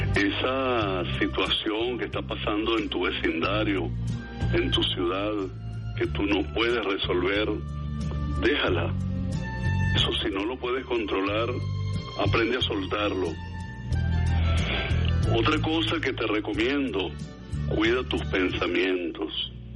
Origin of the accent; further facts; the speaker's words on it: Venezuela; Agradece el país donde naciste, la naturaleza, las bellezas, todo eso grande que tenemos en Venezuela